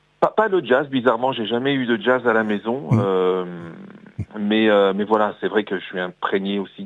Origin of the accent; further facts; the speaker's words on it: Grand Est, France; born there; voilà, je suis un vrai Lorrain de naissance.